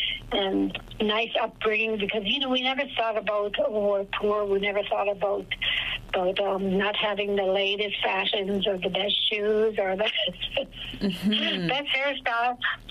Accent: Aklavik, Northwest Territories, Canada; I was born a twin on December 31st, 1953 in the Klavik. We grew up on my mom and dad's trap line.

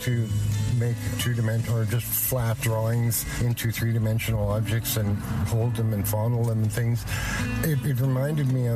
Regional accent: Fort Smith, Northwest Territories, Canada; also born or lived in Uranium City, Saskatchewan; I'm from the South Slave region of the Northwest Territories called Fort Smith. It's right on the edge of Wood Buffalo Park, and the Slave River is there.

